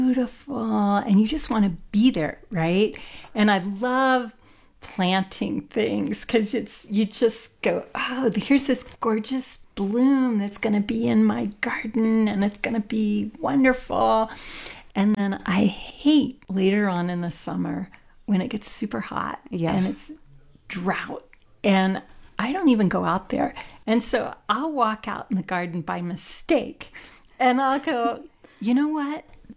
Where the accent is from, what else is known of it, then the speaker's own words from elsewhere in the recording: Kentucky, United States; But I grew up in Western Kentucky, and you don't amend